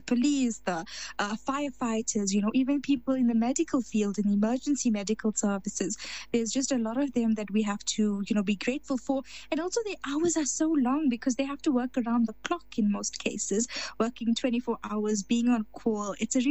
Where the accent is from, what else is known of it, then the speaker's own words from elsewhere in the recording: South Africa; a great time to be as a South African